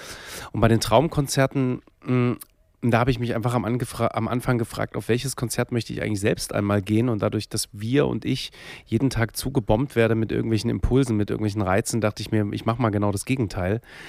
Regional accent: Dresden, Saxony, Germany; ich bin 5 Jahre durch mein Heimatland, durch Sachsen vor allem natürlich gereist, weil ich in Dresden geboren bin, wie gesagt.

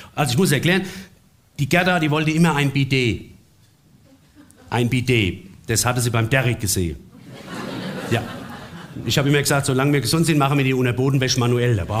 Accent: Offenbach, Hesse, Germany; Ich komme aus Offenbach. Wir haben Wasser in Offenbach, das ist für Wasserbette nicht gemacht.

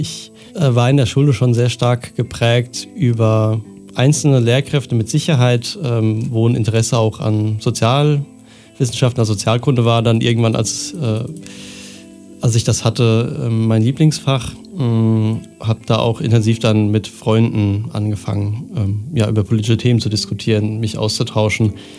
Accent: Aschaffenburg, Bavaria, Germany; moved away as an adult; also born or lived in Jena; ich bin in einem Vorort von Aschaffenburg aufgewachsen, habe meine komplette Kindheit dort verbracht, bis ich dann irgendwann zum Studium nach Jena gezogen bin.

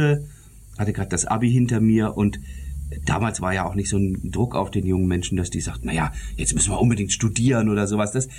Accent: Detmold, North Rhine-Westphalia, Germany; Ich stamme eigentlich aus Nordrhein-Westfalen, aus Lippe-Detmold. Das ist eine Stadt, die ist ungefähr vergleichbar mit Eisenach. Die ist so klein, liegt im Teutoburger Wald

